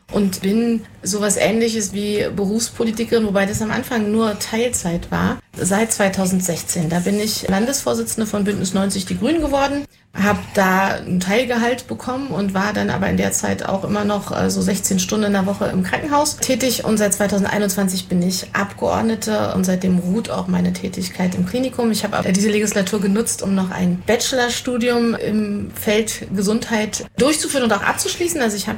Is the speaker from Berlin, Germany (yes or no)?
yes; East Berlin, Berlin, Germany; born there; now in Quedlinburg, Germany